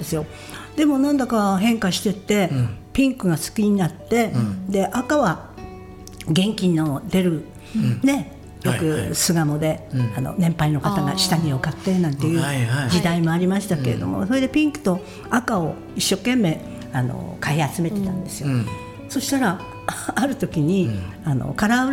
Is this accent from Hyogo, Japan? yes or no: no; Sapporo, Hokkaido, Japan; うちのおばあちゃんね、青森県出身なのね、うん、でお母ちゃんと私が札幌で生まれ育ったんですけれども